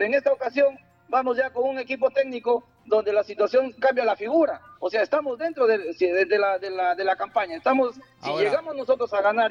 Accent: Chiclayo, Lambayeque, Peru; Yo soy chiclayano, soy de Luján, soy un lambayecano.

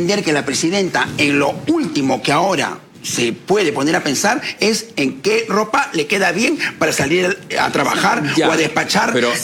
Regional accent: Peru; Seamos conscientes como peruanos.

